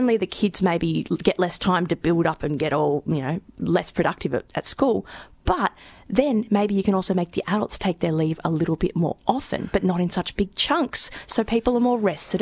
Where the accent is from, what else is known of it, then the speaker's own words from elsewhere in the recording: New South Wales, Australia; moved away; I am from New South Wales